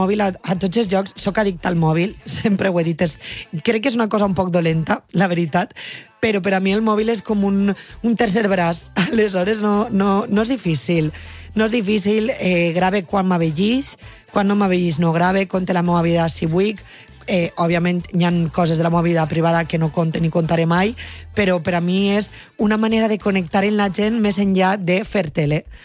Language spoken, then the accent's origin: Catalan; Valencian Community, Spain; jo que sóc valenciana parlant en valencià a Catalunya.